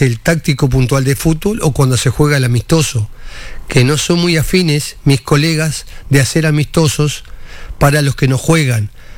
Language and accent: Spanish; Uruguay; Yo soy uruguayo, claro. Y él es argentino.